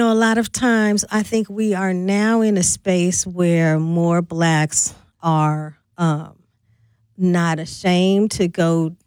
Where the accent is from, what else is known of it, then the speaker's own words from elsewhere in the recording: St. Louis, Missouri, United States; now in Milwaukee, United States; because I grew up in St. Louis.